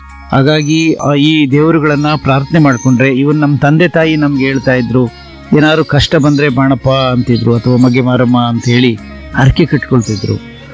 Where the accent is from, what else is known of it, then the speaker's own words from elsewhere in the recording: Magge, Karnataka, India; ಇದು ನಾನು ಕರ್ನಾಟಕದಲ್ಲಿ ಎಲ್ಲೂ ನೋಡಿಲ್ಲ, ಇಲ್ಲಿದೆ ಮಗ್ಗಿನ ನಮ್ಮೂರಲ್ಲಿ ಮಾತ್ರ ನೋಡಿರೋದು.